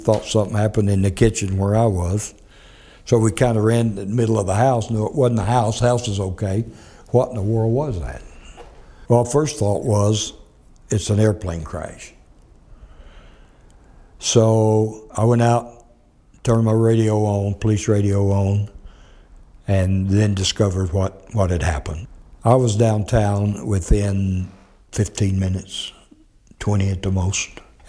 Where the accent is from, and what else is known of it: Arkansas, United States